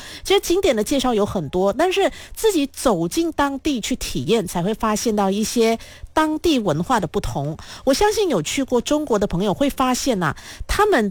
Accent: Malaysia

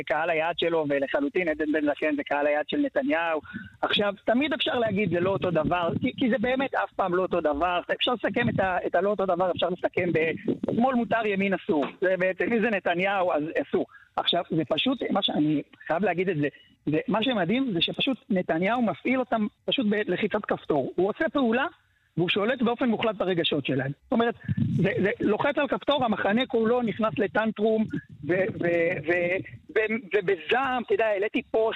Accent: Jerusalem, Jerusalem District, Israel; גם בתור ירושלמי

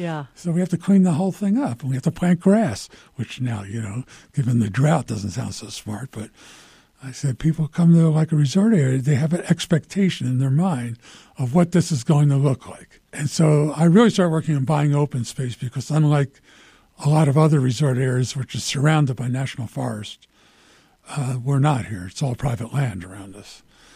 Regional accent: Philadelphia, Pennsylvania, United States; now in Park City, United States; I grew up in Philadelphia around Quakers.

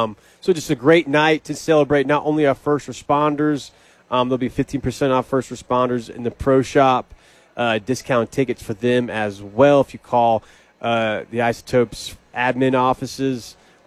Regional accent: South Carolina, United States; now in Albuquerque, United States; I'm from South Carolina, and Boone is in North Carolina, about 3 hours away.

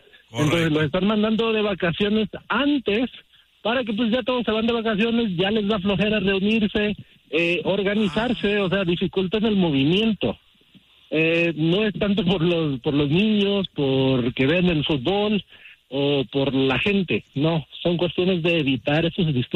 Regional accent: United States; No, porque bueno, yo crecí en Estados Unidos y recuerdo que el mundial lo veíamos

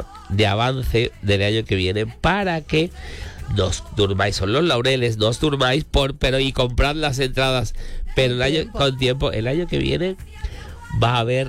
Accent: Seville, Andalusia, Spain; now in Mexico; aunque yo pongo mi granito de arena sevillano

